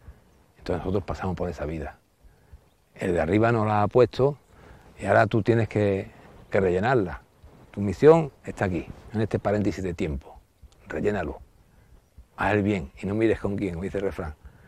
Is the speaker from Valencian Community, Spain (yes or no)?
no; Andalusia, Spain; ¿tú dónde eres? De Sevilla. Digo, no, yo soy de Valdevaca. ¿Y eso qué? Digo, pues una finca donde yo me he criado. Y bueno, pero será de un sitio. Digo, no, de Valdevaca. Digo, lo que consideraba, mi identidad era Valdevaca.